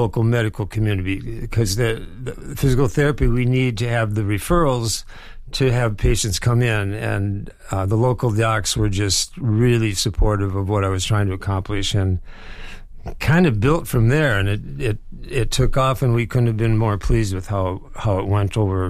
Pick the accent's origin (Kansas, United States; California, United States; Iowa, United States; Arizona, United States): Iowa, United States; Decorah; Yeah, born and raised in Decorah, Les. My family, most of us are still here.